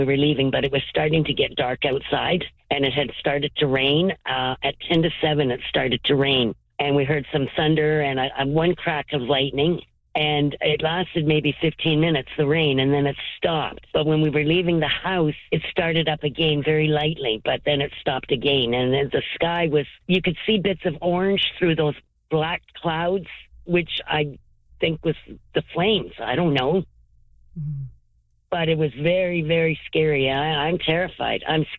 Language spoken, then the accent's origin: English; Ontario, Canada; I'm used to living in the city growing up in Ontario, and I was so close to the stores and everything like